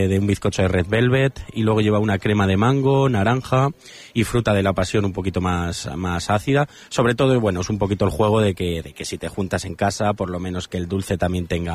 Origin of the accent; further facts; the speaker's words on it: Spain; por lo menos como buen español celebrarlo con una fiesta.